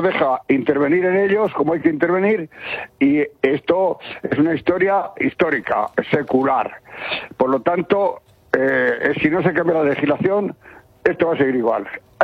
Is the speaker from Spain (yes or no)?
yes; Tamajón, Castilla-La Mancha, Spain; la gente de mi pueblo muy preocupada, ya poniéndose nerviosa, porque no podemos ver hay tres pedanías de Tamajón que están evacuadas